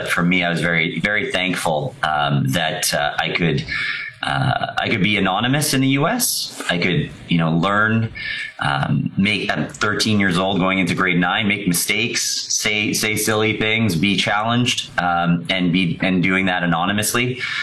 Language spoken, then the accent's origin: English; Montreal, Quebec, Canada; also born or lived in Ottawa; But I was born in Ottawa, and I grew up in Montreal.